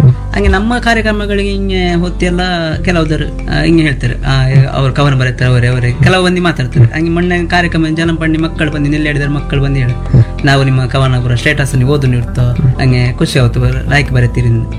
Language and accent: Kannada; Bandaru, Karnataka, India; first language Kumbara language